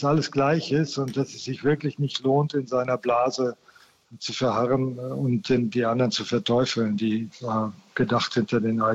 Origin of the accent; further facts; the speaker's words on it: North Rhine-Westphalia, Germany; wir kommen ja aus Westfalen und da war natürlich der Mauerbau immer auch ein Thema bei uns in der Familie.